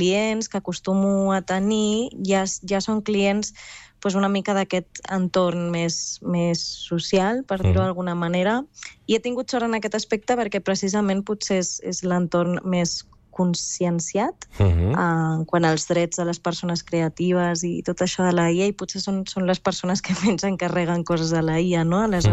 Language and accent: Catalan; Barberà del Vallès, Catalonia, Spain; born there; now in Vall de Camprodon, Ripollès, Spain; vaig néixer a Barberà, però visc en un poblet aquí al Ripollès, a la vall de Camprodon.